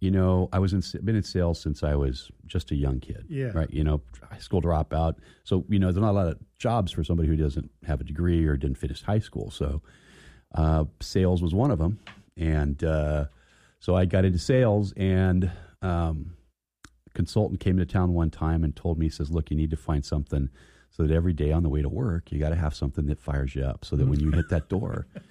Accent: Alaska, United States; also born or lived in Phoenix / Spokane; We didn't move to Anchorage first, but we moved to Alaska in 1976. Mm-hmm. So I grew up in Alaska pretty much.

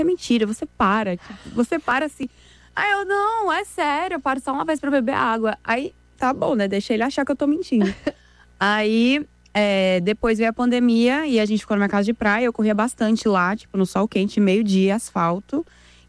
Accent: São Paulo, Brazil; born there; also born or lived in Recife; porque eu morava aqui em São Paulo, eu nasci aqui em São Paulo.

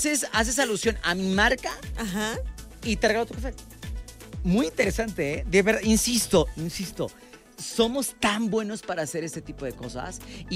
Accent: Mexico

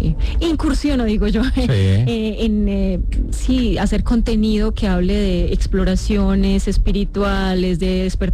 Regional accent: Tunja, Boyacá, Colombia; also born or lived in San Gil; now in Bogotá, Colombia; Fíjate, soy sangileña.

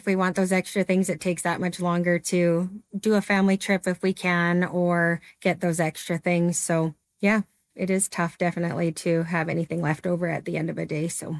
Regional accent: Lethbridge, Alberta, Canada; I am from Lethbridge, Alberta.

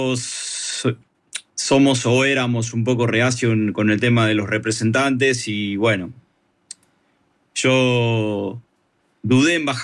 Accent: Argentina

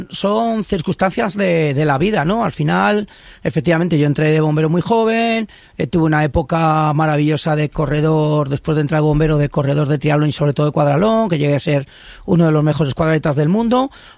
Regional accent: Íscar, Castile and León, Spain; Eso curte, sí, es un territorio duro. Soy castellano y ahí nos hacemos duros.

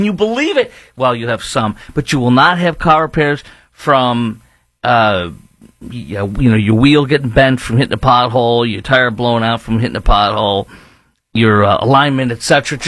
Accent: Illinois, United States; born or raised there

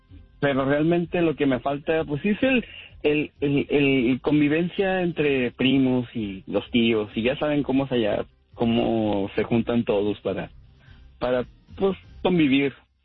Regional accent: Guadalajara, Jalisco, Mexico; now in United States; Yo soy de Guadalajara. Mm. Y extraño, y por tanto que tengas aquí el sueño americano, ay, Dios mío.

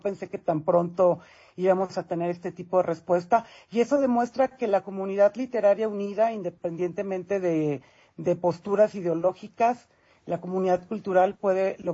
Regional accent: Nayarit, Mexico; para las personas que somos de Nayarit, que vivimos ahí

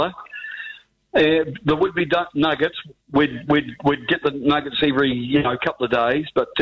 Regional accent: Dunedin, Otago, New Zealand; born there; also born or lived in Clyde; I was born in Queen Mary there in 1964.

